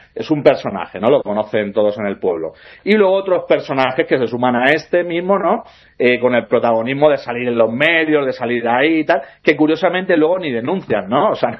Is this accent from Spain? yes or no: yes; Elda, Valencian Community, Spain; moved away as an adult; now in Madrid, Spain; cuando regreso a Elda, a mi pueblo, donde nos atacan, donde me revientan, de donde me tengo que ir y donde estuve viviendo hasta hace muy poquito que me he mudado a Madrid.